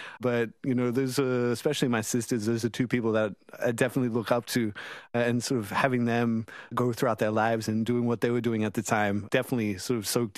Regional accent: Rockhampton, Queensland, Australia; It was always sort of a part of our life growing up in Rocky.

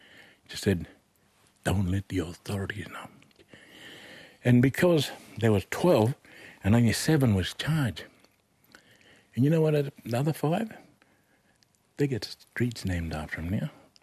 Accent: New South Wales, Australia; I'm from New South Wales.

